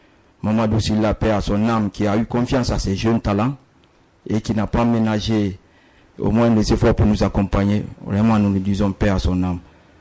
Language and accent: French; Conakry, Guinea; moi, je suis de Petit Simbaya. J'ai toujours œuvré pour le quartier.